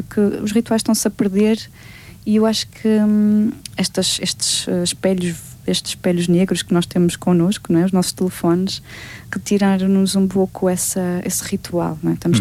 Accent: Norte, Portugal; accent: nortenho; moved away; also born or lived in Vila Real / Denmark; o mirandês também é algo que sempre estava na parte de trás da minha cabeça enquanto transmontana. Ela existia, mas eu não falava mirandês com ninguém, porque em Vila Real

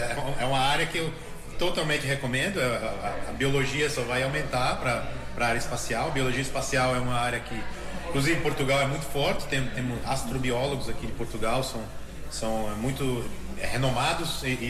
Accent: Brazil; now in Netherlands; Eu sou um brasileiro, mas eu já vivo na Holanda há muito tempo, então eu sou cidadão holandês.

